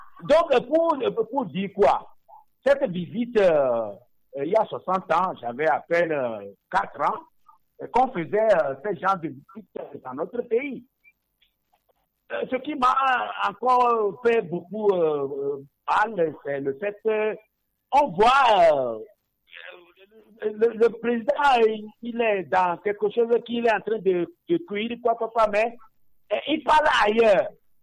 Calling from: Togo; chez nous au Togo

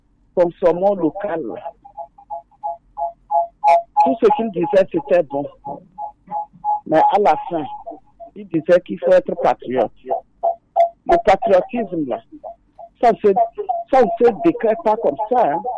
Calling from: Savanes, Togo; Je vous appelle de Karboua.

